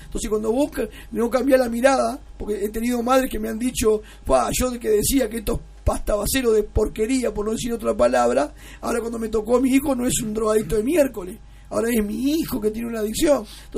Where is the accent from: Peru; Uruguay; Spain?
Uruguay; Canelones; also born or lived in San Luis; yo soy de la Costa de Oro